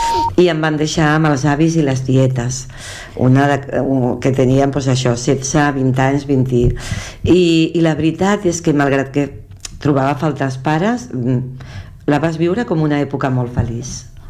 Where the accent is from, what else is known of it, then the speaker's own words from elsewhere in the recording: Aldeanueva del Camino, Extremadura, Spain; born there; moved away; el meu poble es diu Aldea Nueva del Camino i està a la vall de l'Ambrot, que la gent coneix perquè és la vall paral·lela a la vall del Jerte, molt conegut, una vall molt coneguda